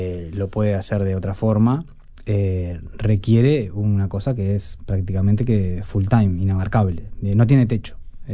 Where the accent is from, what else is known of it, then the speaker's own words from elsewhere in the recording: Salto, Uruguay; now in Costa Canaria, Uruguay; Yo soy de Salto y ahora vivo en la Costa Canaria, por lo tanto considero que vivo afuera de Montevideo.